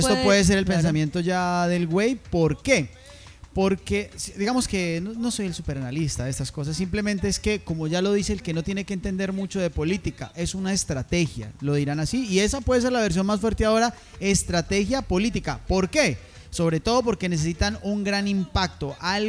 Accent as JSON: {"language": "Spanish", "country": "Colombia", "said": "el gran problema es la dinámica en la que nos pusimos nosotros como colombianos"}